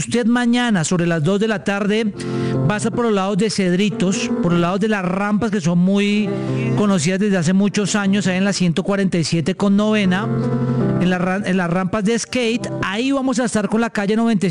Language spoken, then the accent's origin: Spanish; Colombia; somos colombianos, hermano.